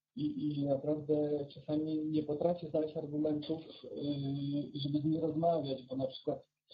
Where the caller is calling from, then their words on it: Ireland; Dzwonię z Irlandii.